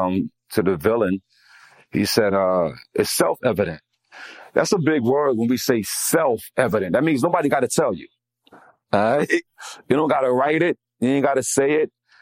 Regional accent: United States; that's important to me as an American citizen, because when I travel around the world, I travel as an American citizen. That's my passport.

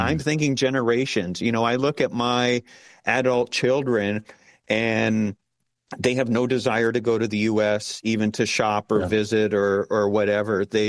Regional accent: Chicago, Illinois, United States; accent: Chicago; now in Canada; I lost my Chicago accent years ago, so that's kind of, I guess, helped a little bit of the situation.

